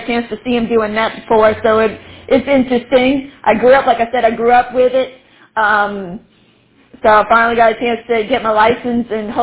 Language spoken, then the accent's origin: English; Louisiana, United States; and I'm from Louisiana.